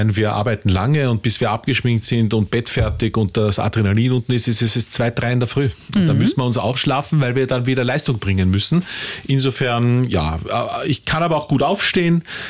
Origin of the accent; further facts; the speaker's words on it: Austria; der Teesalon, sage ich einmal, bei uns in Österreich, eingeladen.